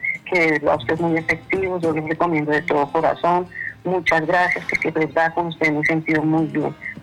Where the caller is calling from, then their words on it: Bello, Antioquia, Colombia; lo estoy llamando acá de Bello, Antioquia.